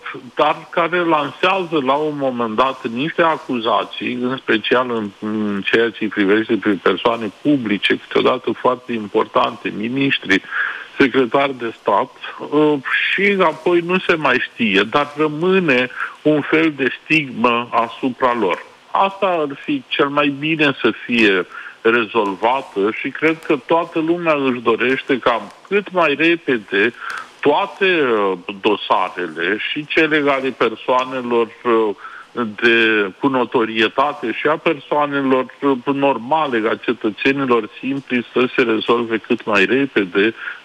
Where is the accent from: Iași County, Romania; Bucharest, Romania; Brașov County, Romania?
Iași County, Romania; Iași; moved away; ca ieșean născut și crescut